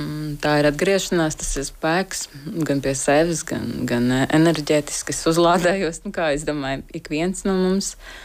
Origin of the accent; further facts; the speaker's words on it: Cēsis, Vidzeme, Latvia; Cēsis. Esmu Cēsu, nāku no Cēsīm.